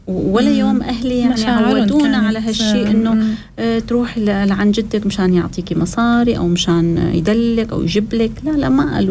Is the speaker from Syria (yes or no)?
yes; Syria; عندنا بالشام أو بسوريا